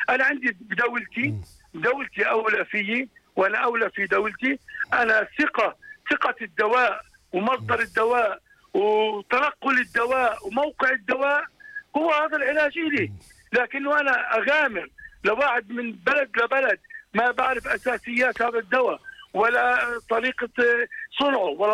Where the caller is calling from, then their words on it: Jordan; عندنا في الأردن